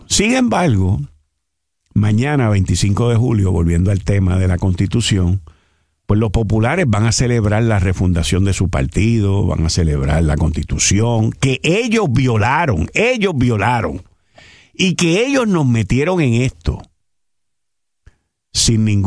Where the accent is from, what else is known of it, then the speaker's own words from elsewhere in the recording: Puerto Rico; pues conociendo como somos nosotros los boricuas